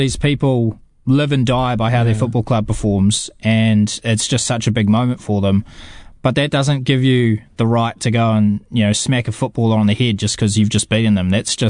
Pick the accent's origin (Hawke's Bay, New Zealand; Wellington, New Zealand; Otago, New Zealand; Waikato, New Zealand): Wellington, New Zealand; Kapiti; I've got a soft spot in my heart for Hearts, only because growing up in Kapiti, I played for the Raumati Hearts.